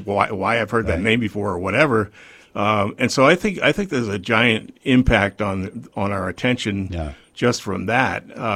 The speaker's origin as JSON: {"language": "English", "town": "Boston", "region": "Massachusetts", "country": "United States", "tie": "born or raised there", "said": "I grew up in the Boston area, and there's a significant Armenian population down there."}